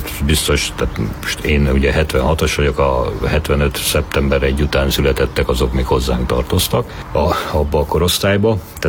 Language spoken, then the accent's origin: Hungarian; Bogád, Baranya, Hungary; tehát én egy Pécs mellett egy faluban nőttem fel, Bogárdon, ahol koriban szerintem ilyen 900 környékén, most is talán 1000-en alaknak a faluba, tehát egy kis falu.